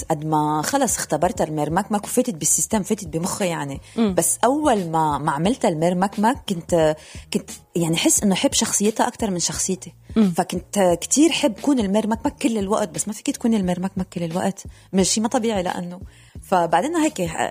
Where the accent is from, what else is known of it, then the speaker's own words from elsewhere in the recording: France; طبعا دم لبناني كل شيء فيه لبناني وبعدين رغم أنه أنا كبرت بفرنسا ماما ربتنا على اللبنانية اللبنانية 100%